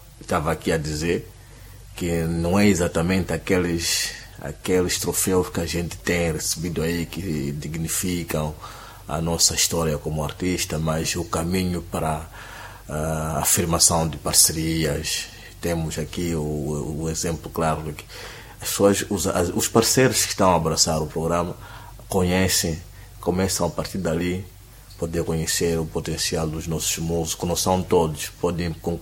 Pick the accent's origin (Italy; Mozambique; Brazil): Mozambique; Tete; eu sou de Tete, sou filho daqui